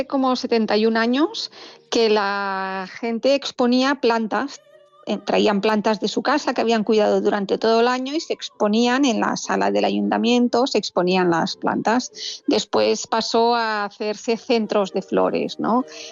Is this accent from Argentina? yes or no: no; Girona, Catalonia, Spain; somos gente de Girona